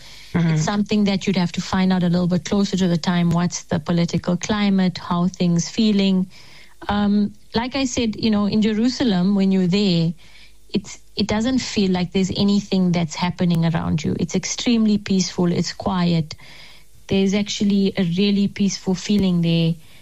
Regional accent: South Africa; they'd hear I'm from South Africa.

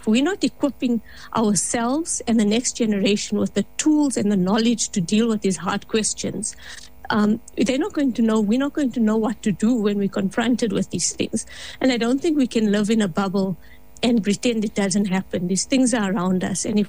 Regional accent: South Africa; as South African healthcare professionals, and more importantly as Muslim healthcare professionals

